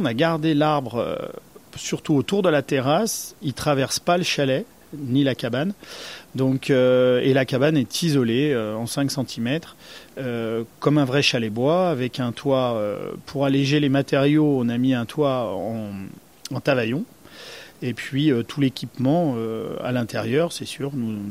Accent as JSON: {"language": "French", "town": "Saint-Jean-d'Aulps", "region": "Auvergne-Rhône-Alpes", "country": "France", "tie": "born or raised there", "said": "Je suis originaire de Saint-Jean-d'Eau. Mes parents, mes grands-parents étaient ici aussi sur place. Et je suis fils et petit-fils de commerçants."}